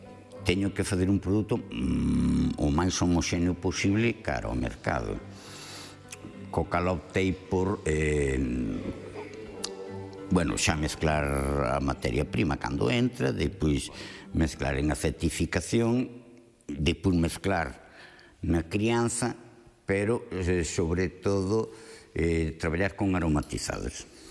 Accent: Galicia, Spain; o feito de chamar vinagres do Ribeiro é porque eu son do Ribeiro. E a minha palabra Ribeiro ten moito valor e moito significado. Eu nací nun pobo.

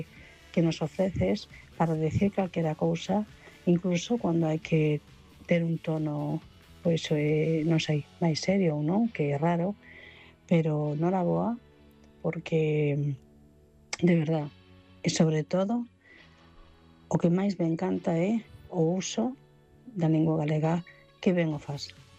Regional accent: Vigo, Galicia, Spain; bueno, de volta xa de un periodo que estive en fora.

